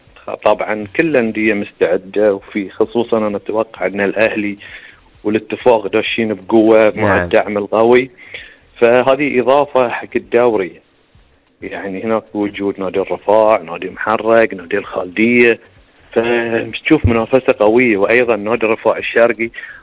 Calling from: Bahrain; إحنا كبحرينيين

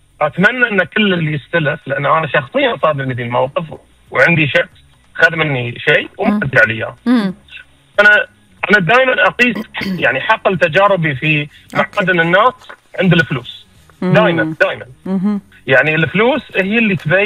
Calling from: Bahrain; عندنا في البحرين

